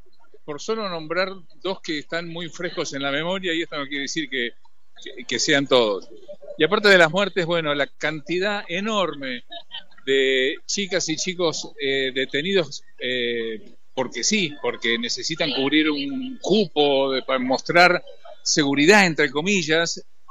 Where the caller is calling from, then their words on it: San Rafael, Mendoza, Argentina; primero un saludo desde el sur de la provincia, desde San Rafael, a toda la audiencia de La Mosquitera.